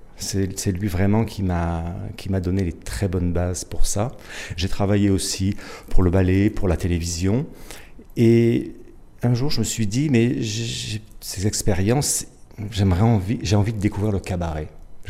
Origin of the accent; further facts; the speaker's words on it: Marseille, Provence-Alpes-Côte d'Azur, France; Alors je suis Marseillais